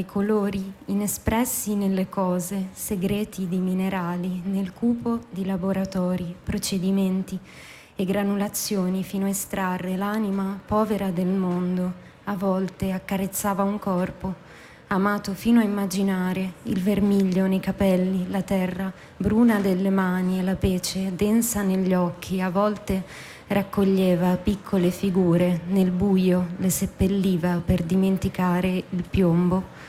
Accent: Saronno, Lombardy, Italy; born there; Sono nata in provincia di Varese

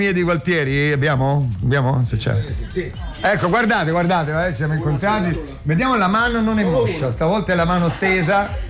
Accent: Sicily, Italy; born there; now in Rome, Italy; Io sono nato in Sicilia

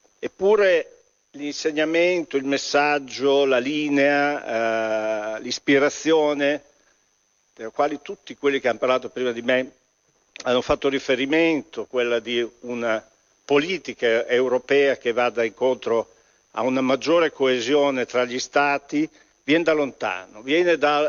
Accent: Molinella, Emilia-Romagna, Italy; io vengo da Molinello, un comune della provincia di Bologna

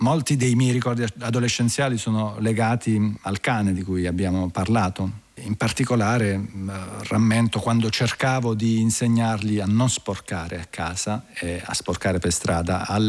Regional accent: Bari, Apulia, Italy; in dialetto barese stretto, perché io sono di Bari

